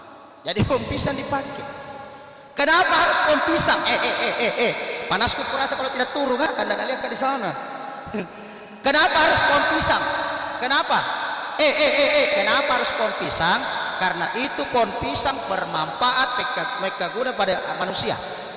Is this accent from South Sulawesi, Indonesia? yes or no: yes; South Sulawesi, Indonesia; Kan biasa kita Bugis Makassar itu